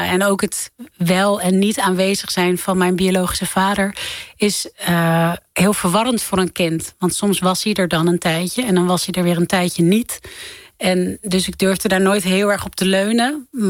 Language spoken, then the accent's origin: Dutch; Amsterdam, North Holland, Netherlands; Ik ben opgegroeid in Amsterdam-Noord. En dat is toch een buurt waar ook heel veel problemen zijn.